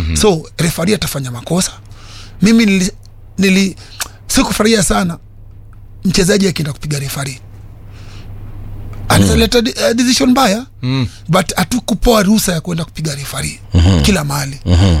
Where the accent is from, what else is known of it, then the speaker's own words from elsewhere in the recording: Nairobi, Kenya; tumetoka Maringo.